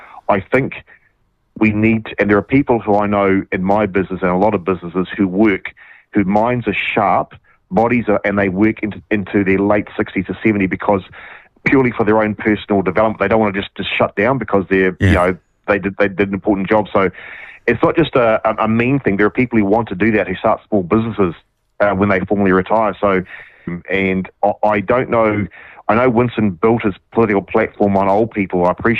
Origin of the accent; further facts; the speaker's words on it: Waikato, New Zealand; I'm from the Waikato originally